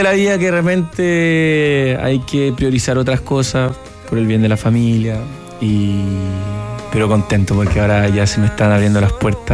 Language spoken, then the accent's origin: Spanish; French Polynesia; now in Concón, Chile; cuando me crié en Tahiti, todo música